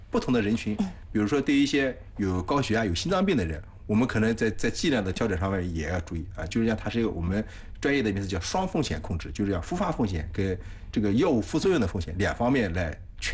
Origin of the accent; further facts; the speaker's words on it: Anhui, China; 季老师也是我们安徽人